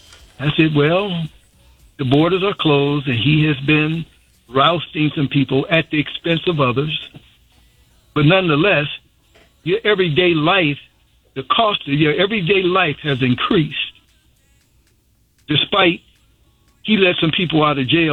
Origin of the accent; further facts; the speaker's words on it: Chicago, Illinois, United States; I grew up in Chicago.